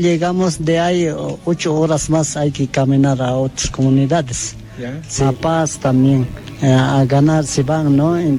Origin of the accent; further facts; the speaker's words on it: San Marcos, Cochabamba, Bolivia; Yo soy de San Marcos. San Marcos.